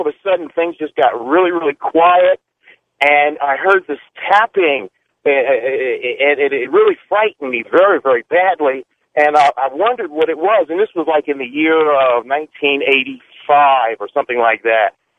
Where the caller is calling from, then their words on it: Phoenix, Arizona, United States; I'm calling you from Phoenix, Arizona.